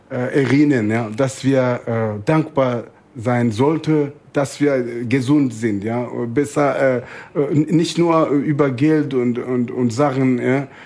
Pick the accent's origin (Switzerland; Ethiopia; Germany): Ethiopia; Shashamane, Oromia; born there; German is a second language; moved away; Ich bin in Äthiopien geboren, aha. in Shashamane.